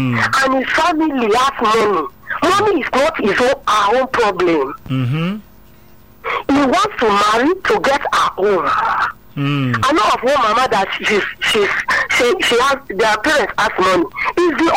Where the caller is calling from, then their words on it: Lagos, Nigeria; I'm calling from Okoko.